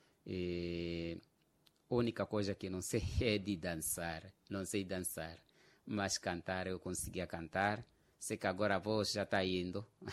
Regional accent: Quelimane, Zambezia, Mozambique; also born or lived in Namacurra District; É, também sou natural daqui de Quelimane, mas bem nascido no distrito de Namakura.

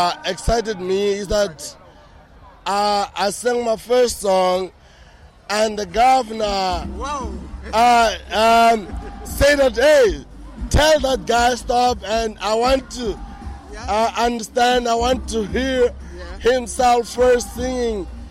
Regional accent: Inhambane, Mozambique; I'm a Mozambican, and I'm from Nyamban. Guys, I'm enjoying. This is my country. This is my province.

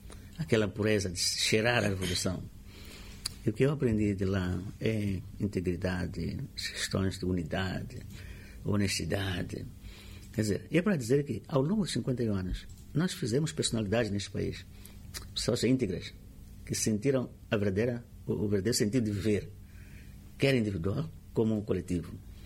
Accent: Mozambique; pelo menos para nós, como moçambicanos.

